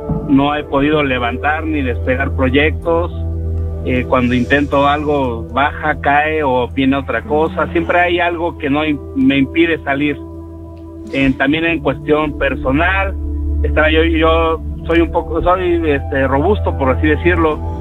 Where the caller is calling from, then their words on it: Nezahualcóyotl, State of Mexico, Mexico; De Ciudad Neza